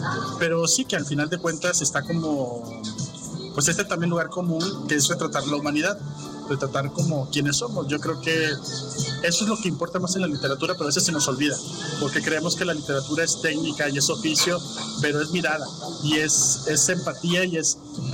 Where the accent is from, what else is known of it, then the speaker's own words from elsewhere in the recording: Monterrey, Nuevo León, Mexico; yo soy del norte, soy de Monterrey.